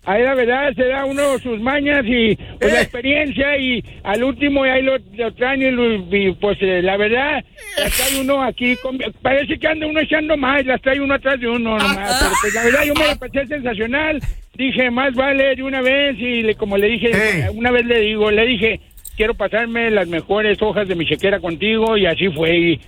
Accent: Navojoa, Sonora, Mexico; Del mero Navojoa, de la colonia Francisco Villa.

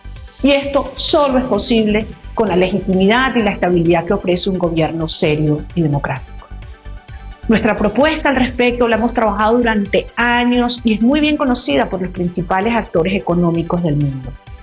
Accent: Venezuela; Somos venezolanos y queremos seguir siéndolo.

